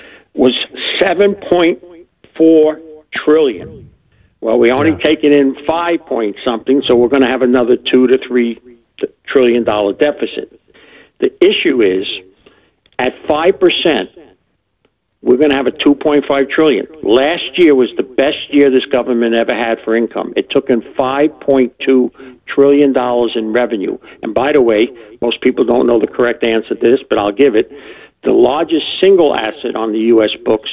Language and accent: English; New Jersey, United States; I'm from New Jersey, so we always have opinions.